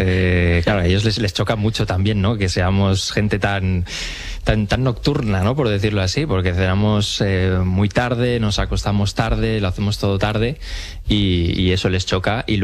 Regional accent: Spain; moved away as an adult; now in London, United Kingdom; Sí, sí, sí, totalmente.

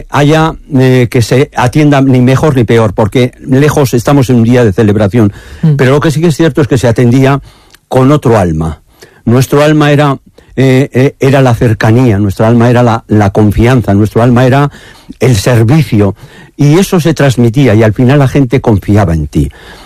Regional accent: Aranda de Duero, Castile and León, Spain; Yo hablo desde el pueblo, yo soy de Aranda de Duero

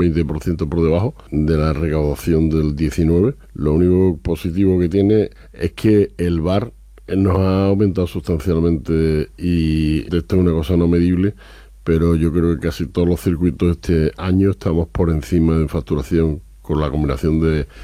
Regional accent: Huelva, Andalusia, Spain; Y después una película de chavales en Huelva, mi tierra.

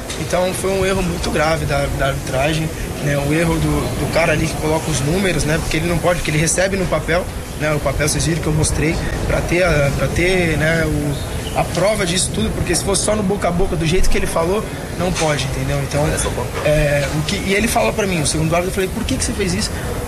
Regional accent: Brazil; Cara, eu sou brasileiro como você também é, né?

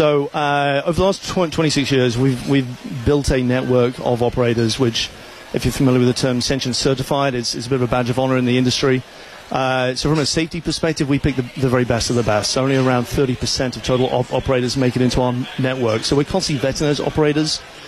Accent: England, United Kingdom; A huge World Cup effect. Yeah, I'm English, so I've been following along too.

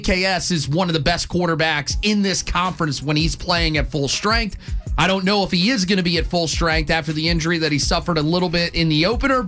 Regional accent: New York, United States; I am from New York, where Fordham is based out of in the Bronx.

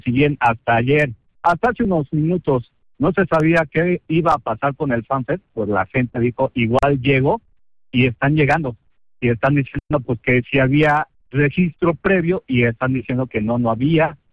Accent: Mexico; Como mexicano, pues bueno, pues que gane México.

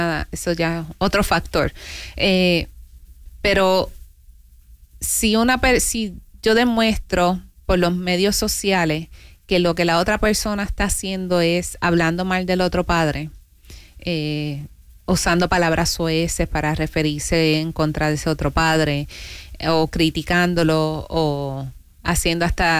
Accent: Puerto Rico; now in Pinellas County, United States; Soy la primera abogada puertorriqueña en el condado de Pinellas y Pasco County

